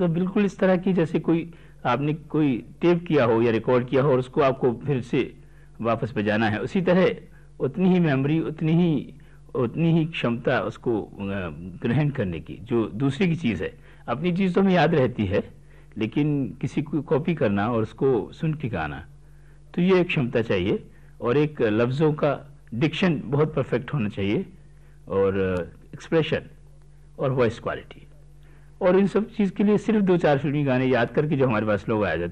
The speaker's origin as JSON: {"language": "Hindi", "town": "Mathura", "region": "Uttar Pradesh", "country": "India", "moved": "yes", "said": "अब मैं यहाँ का रहने वाला हूँ"}